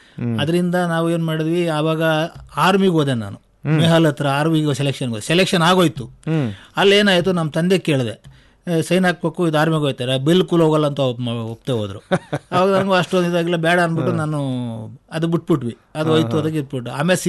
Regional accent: Mandya district, Karnataka, India; moved away as an adult; also born or lived in Bengaluru; now in Mysuru, India; ಹರಗಿನ ನನ್ನ ಊರು ಹರಗಿನಮೇಳೆ, ತಗ್ಗಳ್ಳಿ ದಾಖಲೆ, ಕೊಪ್ಪ ಹೋಬಳಿ, ಮದ್ದೂರು ತಾಲೂಕು, ಮಂಡ್ಯ ಡಿಸ್ಟಿಕ್ಕಲ್ಲಿ ರೈತ ಕುಟುಂಬದಿಂದ ಬಂದಂಥವನು. ಹೆಚ್ಚಿಗೆ ನಮ್ಮ ಹಳ್ಳಿಯಿಂದ ಬಂದಂಥ ನಾವು ಗ್ರಾಮೀಣ ಪ್ರತಿಭೆ.

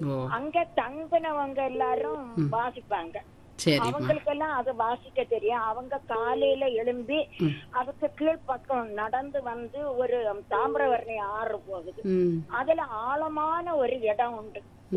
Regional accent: Chitharal, Tamil Nadu, India; சிதறால் என்னுள்ள இடத்திலே நான் பிறந்து வளர்ந்தவள்.

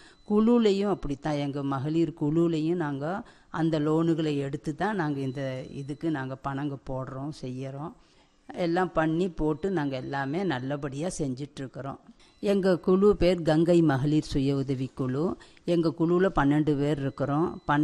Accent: Pollachi, Tamil Nadu, India; நாங்கள் பொள்ளாச்சி தான்.

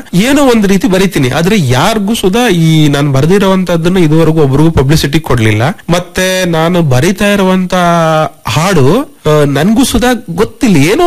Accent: Malavalli, Karnataka, India; now in Malligenahalli, Shivamogga, India; ನಮ್ದು ಮಂಡ್ಯ ಜಿಲ್ಲೆ ಮಳವಳ್ಳಿ, ನಮ್ ಸ್ವಂತ ಊರು ಅಂದ್ರೆ ಅಲ್ಲಿಂದ ಬಂದು ಇಲ್ಲಿ ಇದೀನಿ ಈಗ.

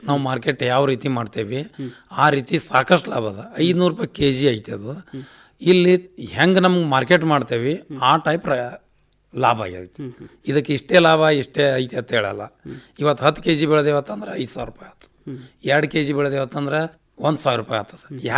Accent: Vijayapura, Karnataka, India

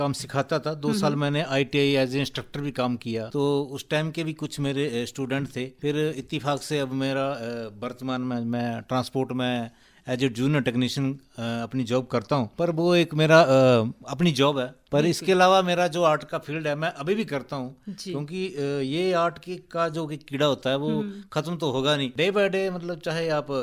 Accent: Kangra, Himachal Pradesh, India; मैं कांगड़ा प्रॉपर बाजार शहर के साथ, मेरा एक छोटा सा गांव है रिलेशन के साथ, वहां से मैं बिलोंग करता हूँ।

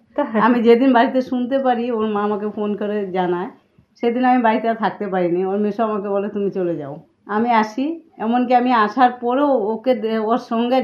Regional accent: Jalpaiguri, West Bengal, India; আমি শ্রেয়সীর মাসি, আমার বাড়ি জলপাইগুড়ি।

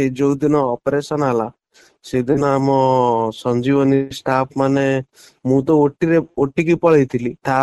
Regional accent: Jalasarapur, Odisha, India; ମୋ ଗାଁ ନାଁ ହେଲା ଜଳସରପୁର ସୁଲଣ ପୋଷ୍ଟ ନନ୍ଦିପଦା ଥାନା ଡିଷ୍ଟ୍ରିକ୍ଟ କେଉଁଝର।

